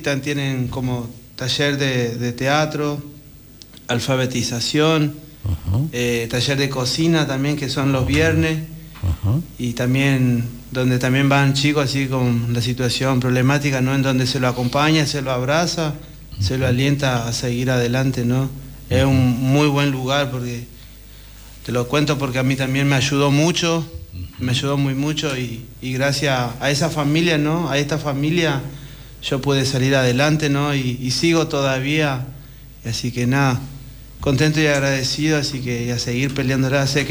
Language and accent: Spanish; Santiago del Estero, Argentina; now in Concordia, Argentina; Yo, Santiago del Estero.